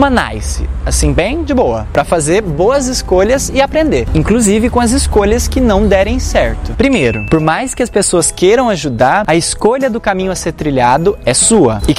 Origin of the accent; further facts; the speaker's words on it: Cuiabá, Mato Grosso, Brazil; Parem de zoar meu sotaque, por gentileza. Eu sou cuiabano.